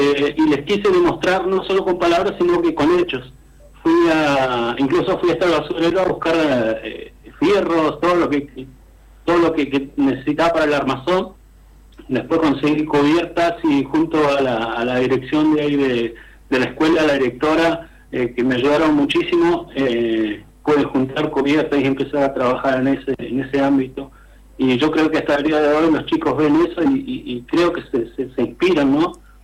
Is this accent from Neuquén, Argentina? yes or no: yes; Zapala, Neuquén, Argentina; representar a mi pueblo acá, a Zapala.